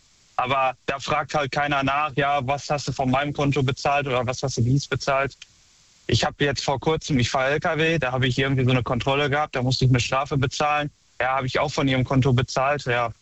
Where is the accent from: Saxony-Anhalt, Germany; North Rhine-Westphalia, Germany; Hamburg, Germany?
North Rhine-Westphalia, Germany; Unna; Ja, ich komme aus Unna, das ist bei Dortmund.